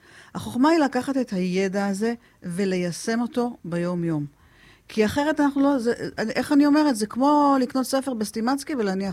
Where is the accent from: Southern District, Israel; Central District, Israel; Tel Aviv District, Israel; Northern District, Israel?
Southern District, Israel; Eilat; ההורים שלי הגיעו לפה ב-1960, אני נולדתי ב-1965 … הייתה גננת פה, עוזרת לגננת, גידלה את מיטב הגברברים פה באילת, שהיום הם כבר סבים בעצמם. שורשית אמיתית.